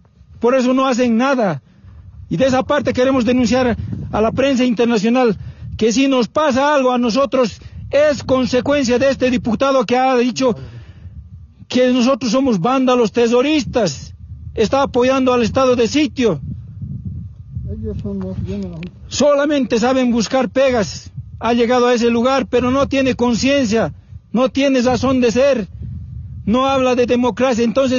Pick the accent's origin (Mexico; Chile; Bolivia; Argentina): Bolivia; Nosotros como bolivianos